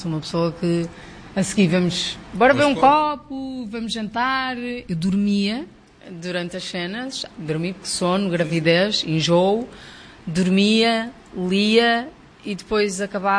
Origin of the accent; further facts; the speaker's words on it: Porto, Norte, Portugal; eu sou do Porto